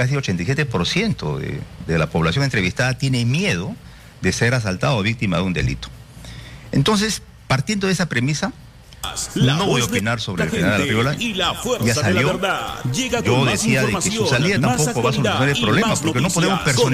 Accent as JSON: {"language": "Spanish", "country": "Peru"}